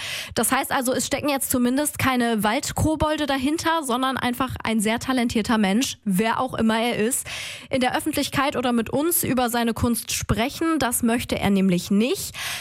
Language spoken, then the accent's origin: German; Mönchengladbach, North Rhine-Westphalia, Germany; ich komme ja aus Wickrath